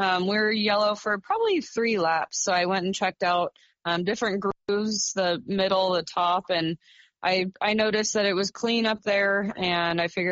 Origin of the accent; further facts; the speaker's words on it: Arizona, United States; I grew up in Arizona, lived there my whole life